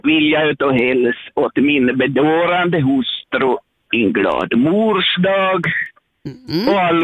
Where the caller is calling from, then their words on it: Sweden; Ja, jag var från Orvas.